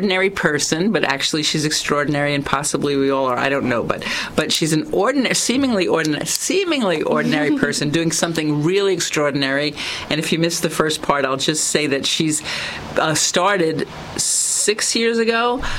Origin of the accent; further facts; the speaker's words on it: New York City, New York, United States; I'm from New York City.